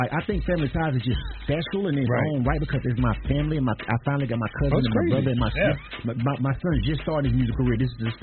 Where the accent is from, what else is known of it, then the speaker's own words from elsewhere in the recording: Panama City, Florida, United States; here's the thing, I'm from Panama City, Florida. There was no studios there.